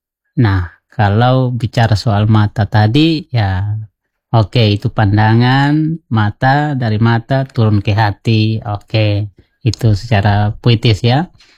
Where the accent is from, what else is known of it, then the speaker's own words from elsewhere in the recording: Kupang, East Nusa Tenggara, Indonesia; ya kita orang Kupang bilang istilah apa ya, daun muda, orang biasa, cuci mata.